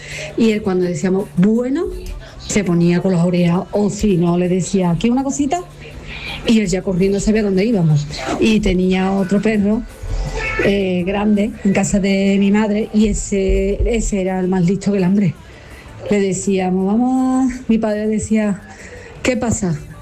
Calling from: Seville, Andalusia, Spain; Buenos días … de Sevilla.

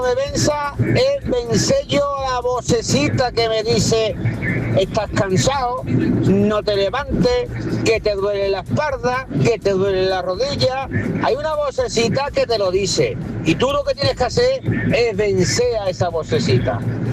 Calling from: Rota, Andalusia, Spain

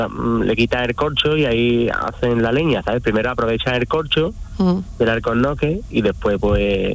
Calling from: Dos Hermanas, Andalusia, Spain; Nosotros estamos en Dos Hermanas, en la carretera de la Isla Menor, kilómetro 4.

